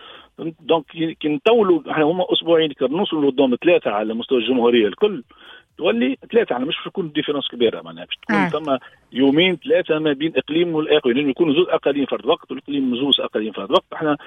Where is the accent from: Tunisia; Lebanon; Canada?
Tunisia; احنا تعرف في تونس